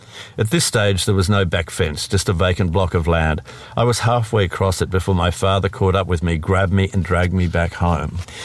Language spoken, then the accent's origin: English; Launceston, Tasmania, Australia; I was lucky growing up in Launceston in the, you know, I was born in 1956, so we're talking the early 60s here.